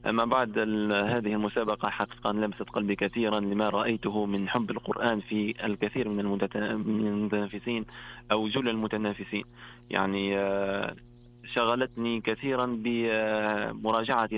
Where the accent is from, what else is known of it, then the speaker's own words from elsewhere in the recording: Tunisia; وأعود إلى بلدي تونس